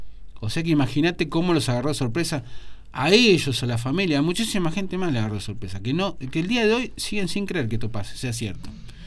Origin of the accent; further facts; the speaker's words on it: Argentina; viste cómo somos los argentinos, somos intensos